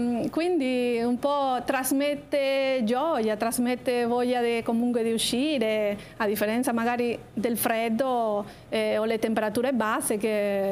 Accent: Ecuador; moved away

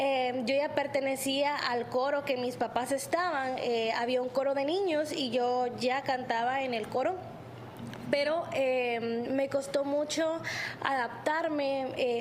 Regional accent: Puerto Barrios, Izabal, Guatemala; yo soy originaria de Puerto Barrios Izabal, que es uno de los puertos más importantes de Guatemala de comercio. Desde aquí es playita, calorcito, mar. Entonces de acá soy.

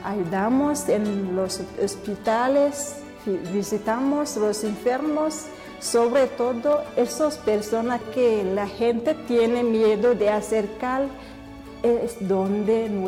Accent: Rwanda; moved away; soy ruandesa, africana.

